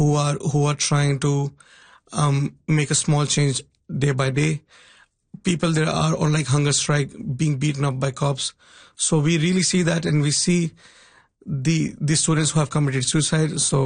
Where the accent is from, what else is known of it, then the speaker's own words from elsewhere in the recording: India; now in Vancouver, Canada; Well, we, as the Indian diaspora across the world, we wanted to make our voices heard back in India so that the government has some pressure and they can listen to us. So even though we are like thousands of miles away from home, we still feel for our country people.